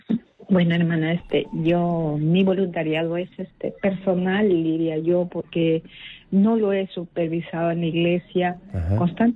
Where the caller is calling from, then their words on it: Lima, Peru; en la iglesia donde yo estoy, acá en el Agustino